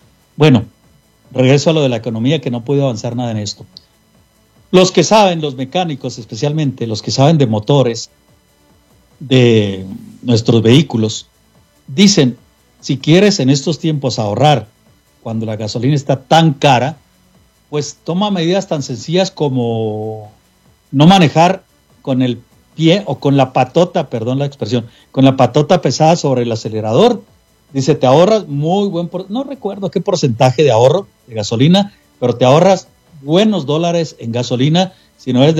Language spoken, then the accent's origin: Spanish; Mexico